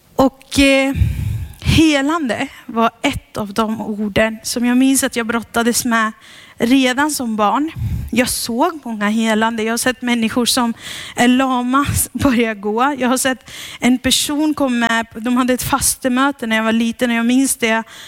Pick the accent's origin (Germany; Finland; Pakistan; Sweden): Pakistan; also born or lived in Sri Lanka; När jag växte upp, jag är uppvuxen i Pakistan och jag är uppvuxen i Sri Lanka och jag är uppvuxen på kampanjer.